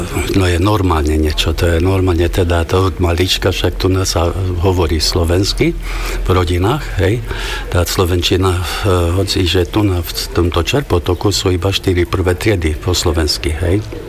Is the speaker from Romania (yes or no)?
yes; Bodonoș, Bihor County, Romania; Tak v prvom rade ja som sa narodil v Bodonoši, je to slovenská dedina, odtiaľ to asi 20 kilometrov. Tam som začal aj základnú školu, tak 8 tried som skončil slovenský.